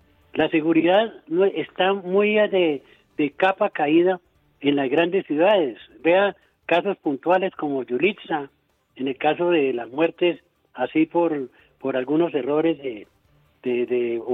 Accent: Armero, Tolima, Colombia; cuando yo estaba de concejal de la desaparecida Armero, yo soy de Armero, Tolima

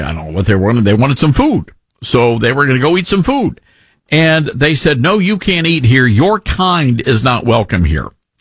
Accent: Memphis, Tennessee, United States; Memphis is my hometown. We broadcast our show from Memphis, and I'm telling you that Memphis is a patriotic town, overwhelmingly patriotic.

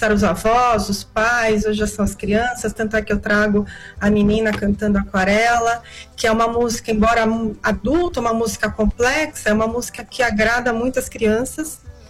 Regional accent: Italy; Sabe que eu sou italiana

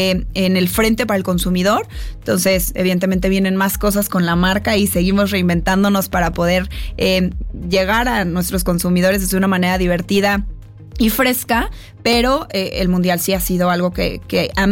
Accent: Mexico; todo lo que construimos como mexicanos todos acá.

